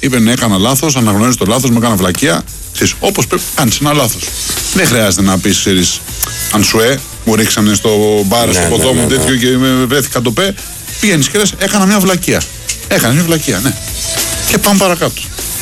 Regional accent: Greece; εμείς ως Έλληνες

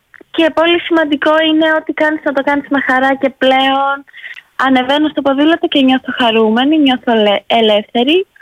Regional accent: Volos, Thessaly, Greece; now in Trikala, Greece; Είμαι από το Βόλο.

